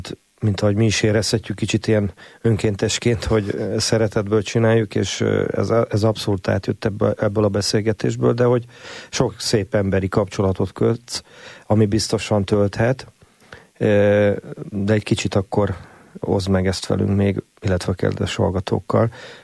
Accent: Komárom, Komárom-Esztergom, Hungary; én ugye komáromi vagyok

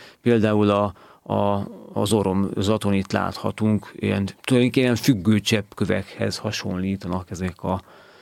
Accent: Hódmezővásárhely, Csongrád-Csanád, Hungary; moved away; tulajdonképpen én Hódmezővásárhelyen születtem, és ott is éltem, életem első szakaszában

